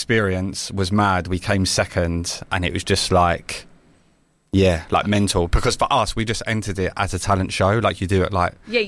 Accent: Thamesmead, London, United Kingdom; so I grew up in Thamesmead.

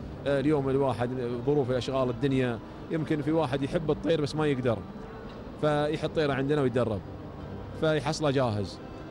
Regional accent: Qatar

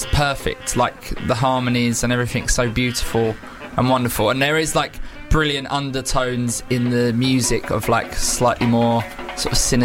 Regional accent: United Kingdom; Because it reads to me as a British guy as sarcastic.

